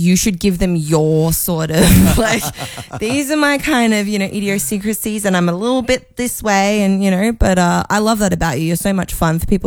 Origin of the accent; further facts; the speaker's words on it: Caloundra, Queensland, Australia; I'm a fellow sunny coaster. So yeah, I'm opposite end though, Caloundra.